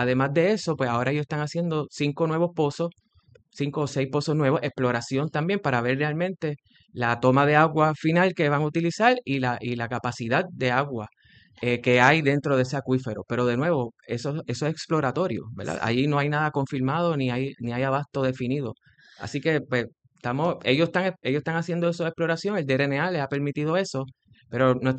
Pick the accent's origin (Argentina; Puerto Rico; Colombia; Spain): Puerto Rico; Cabo Rojo; yo soy de Cabo Rojo y yo, esa es mi área